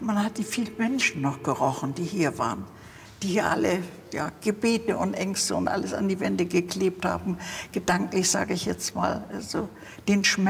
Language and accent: German; Hamburg, Germany; Hier bin ich groß geworden. Na ja, bis raus aus der Tür. Und dann, ja, im Michel habe